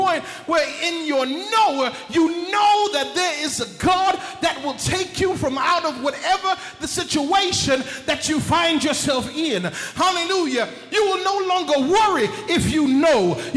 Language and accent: English; Jamaica